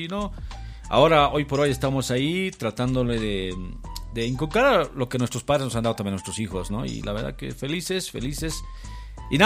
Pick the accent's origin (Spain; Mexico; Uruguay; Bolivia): Bolivia; Quime, La Paz; moved away; Yo soy de Quime, un pueblito acá en el departamento de La Paz.